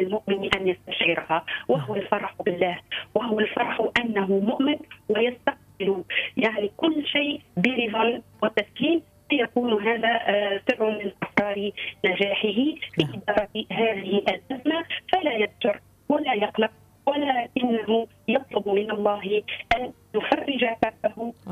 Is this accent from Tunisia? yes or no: yes; Tunisia; بلادنا تونس